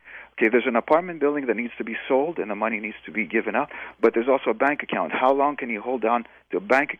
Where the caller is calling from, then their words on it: Montreal, Quebec, Canada; So I'm also in Montreal right now.